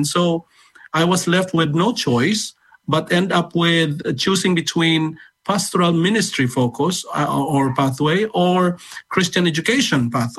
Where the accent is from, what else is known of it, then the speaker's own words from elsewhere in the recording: Philippines; now in Brighton, United Kingdom; Well, growing up in the Philippines in my time, this was about 1970s, 80s, in terms of church life, it's very exciting